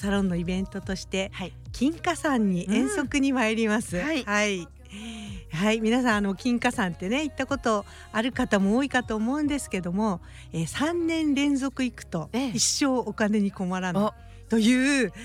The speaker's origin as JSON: {"language": "Japanese", "town": "Onagawa", "region": "Miyagi", "country": "Japan", "tie": "born or raised there", "moved": "yes", "said": "私もともと女川出身なんです。"}